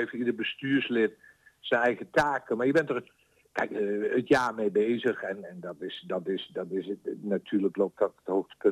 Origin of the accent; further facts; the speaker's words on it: Doesburg, Gelderland, Netherlands; now in Vaassen, Netherlands; Ik kom oorspronkelijk uit Doesburg. Dat was ook echt een verenigingsdorp, of stadje moet ik zeggen, Doesburg.